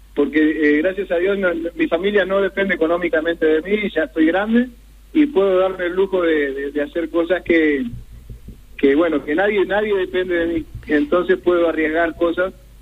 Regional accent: Uruguay; now in Colonia del Sacramento, Uruguay

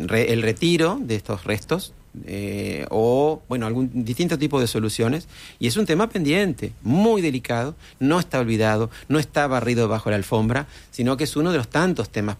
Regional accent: Las Piedras, Canelones, Uruguay; yo reitero, vengo de Canelones, Las Piedras, y trabajé buena parte de mi carrera en Las Piedras y en formación docente.

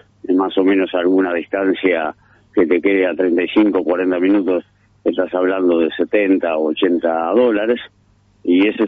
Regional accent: Uruguay

